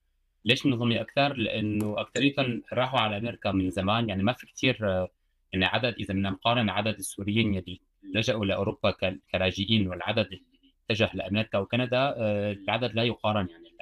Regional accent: France; يعني مثلا انا خلقت بفرنسا والبابا اجى على سوريا، على فرنسا من 80 وما عاد رجع على سوريا، بقى نحن اللي خلقانين بفرنسا واللي كبرنا هون ما كنا كثار

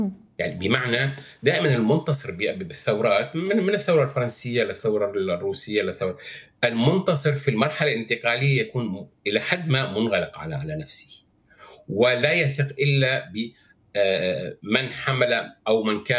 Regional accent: Syria; نحن نحتاج كسوريين

